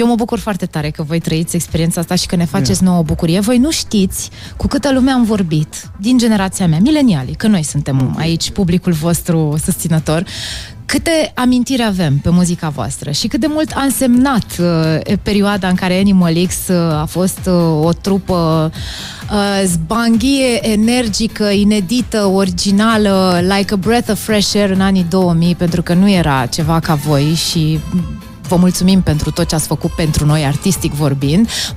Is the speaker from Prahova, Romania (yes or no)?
no; Zărnești, Brașov County, Romania; eram o fetiță din Zărnești, județul Brașov, care ca să ajungă în orașul cel mare trebuia să ia autobuzul 30 de kilometri.